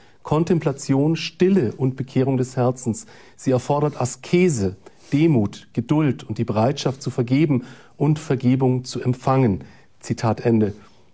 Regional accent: Germany; Als Deutscher bin ich natürlich auch immer persönlich ein Kritisierer.

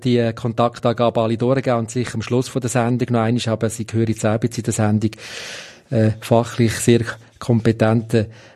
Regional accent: Switzerland; wir als Schweizer, unsere Gesellschaft

